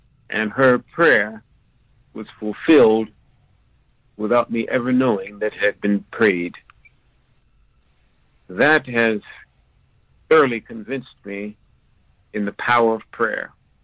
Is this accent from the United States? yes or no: yes; Columbus, Ohio, United States; in 1950, I was taken to a minstrel show in Dawson, Georgia, when I was visiting from Columbus, Ohio, back in Dawson at the age of 9.